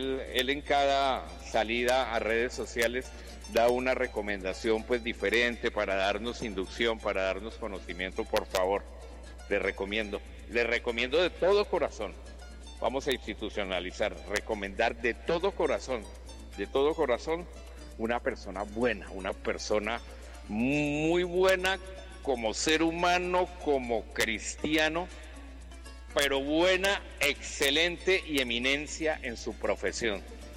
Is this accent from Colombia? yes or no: yes; Llanos Orientales, Colombia; mi tierra llanera, de mi tierra colombiana